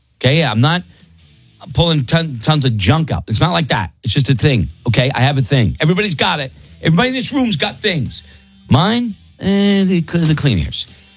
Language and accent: English; New England, United States; Because I'm from New England, and in the moment, I had to be New England ingenuity.